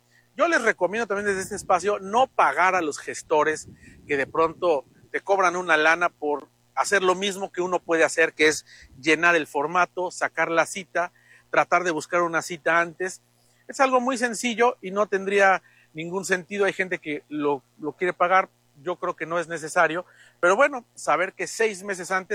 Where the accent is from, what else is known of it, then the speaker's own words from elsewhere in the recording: Mexico; pues yo le enseñé mi INE, porque si soy mexicano voy a México